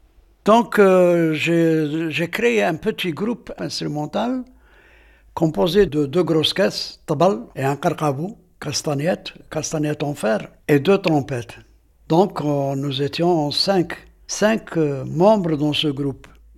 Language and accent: French; Aïn Témouchent, Aïn Témouchent Province, Algeria; Je suis né ici à Témouchent et j'ai grandi ici à Témouchent jusqu'à maintenant, jusqu'à l'heure actuelle.